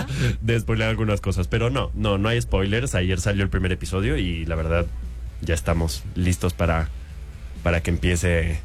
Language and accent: Spanish; Peru; yo soy peruano.